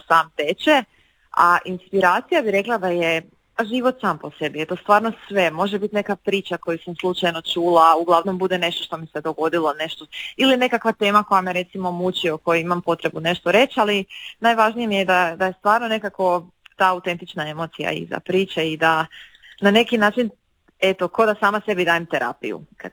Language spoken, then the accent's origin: Croatian; Osijek, Osijek-Baranja County, Croatia; Iz Osijeka sam